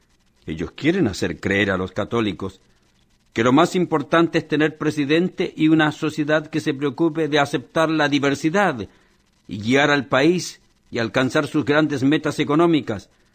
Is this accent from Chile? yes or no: yes; Chile; en mi país, en Chile